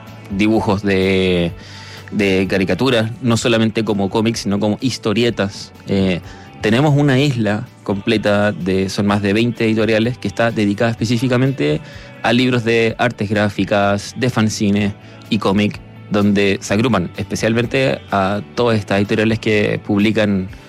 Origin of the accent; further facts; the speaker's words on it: Santiago, Santiago Metropolitan Region, Chile; Soy un nacido y criado en Santiago.